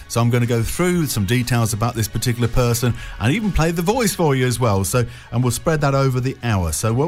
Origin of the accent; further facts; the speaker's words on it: Kettering, East Midlands, United Kingdom; born there; I was born in Kettering on the 9th of January 1985 and I'm currently 41 at the moment.